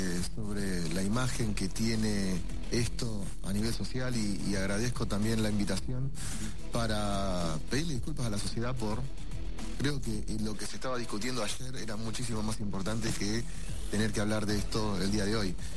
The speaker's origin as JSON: {"language": "Spanish", "region": "Santa Cruz", "country": "Argentina", "said": "vengo de la provincia de Santa Cruz, vivo en Río Gallegos."}